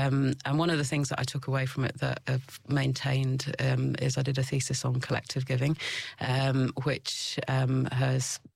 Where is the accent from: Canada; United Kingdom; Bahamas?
United Kingdom; moved away as an adult; also born or lived in Auckland, New Zealand / Sydney, Australia / Melbourne, Australia; now in Christchurch, New Zealand; So I'm from the UK, which you can probably hear from my accent, got three children with my husband Richard, who I met at university. We decided in our early 30s that we would move over to New Zealand